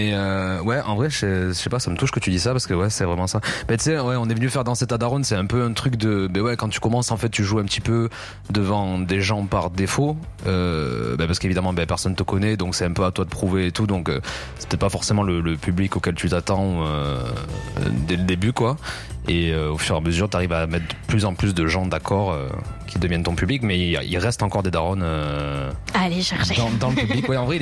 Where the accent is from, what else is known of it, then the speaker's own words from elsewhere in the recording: Rodez, Occitanie, France; moved away as an adult; now in Toulouse, France; nous, on est de Rodez